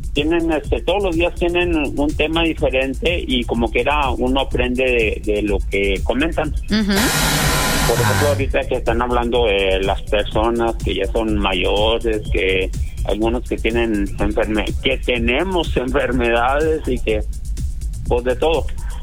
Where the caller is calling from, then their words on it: San Agustín, Mexico; de San Agustín.